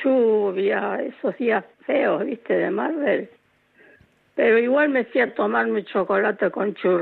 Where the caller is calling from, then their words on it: Mar del Plata, Buenos Aires Province, Argentina; Te llamo desde Marder.